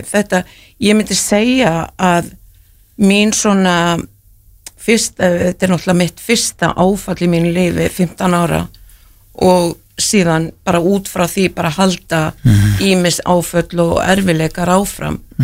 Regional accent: Reykjavík, Capital Region, Iceland; moved away as an adult; ég er elst upp í Breiðholti og gaman að vera barn og úlingur þar og svo flýt ég náttúrulega til Boston árið 95.

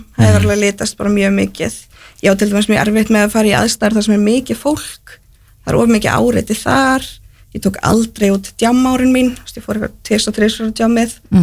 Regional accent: Njarðvík, Southern Peninsula, Iceland; Þegar ég var yngri og bjó, ég sett fættu upp í Njarvík og ég bjó þar

